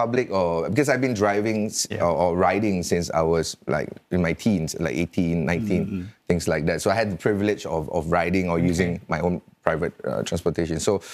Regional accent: Singapore; And I grew up in the West, like, West of Singapore, like, Jurong West Street 91, which is NTU.

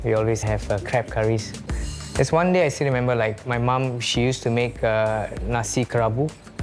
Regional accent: Penang, Malaysia; Actually, I'm from Penang. My grandparents are from Chettinad region in South India.

